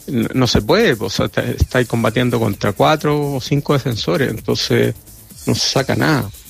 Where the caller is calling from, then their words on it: Santiago, Santiago Metropolitan Region, Chile; de Santiago y anteriormente Los Molles